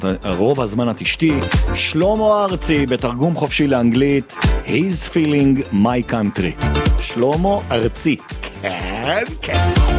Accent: Jerusalem, Jerusalem District, Israel; 200, כי אני ירושלמי, 200 שנה.

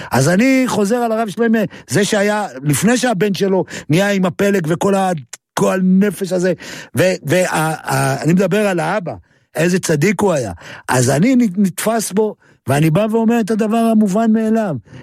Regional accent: Safed, Northern District, Israel

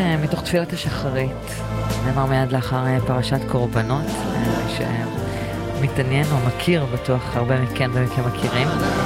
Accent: Kiryat Motzkin, Haifa District, Israel; אני גדלתי בקריות, בקריית מוצקן

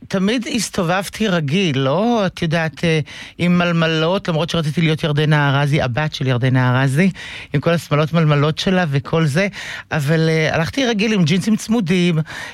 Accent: Karmiel, Northern District, Israel; moved away; כשגרתי עוד בכרמיאל, הרי נולדתי בכרמיאל וגדלתי בכרמיאל

